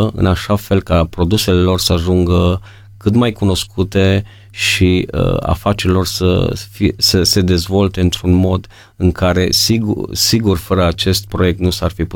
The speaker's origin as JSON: {"language": "Romanian", "town": "Mireșu Mare", "region": "Maramureș County", "country": "Romania", "tie": "born or raised there", "said": "Eu am crescut la Mireșul Mare"}